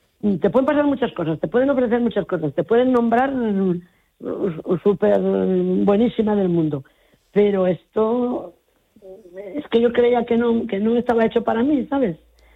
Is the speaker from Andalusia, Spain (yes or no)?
no; Tarancón, Castilla-La Mancha, Spain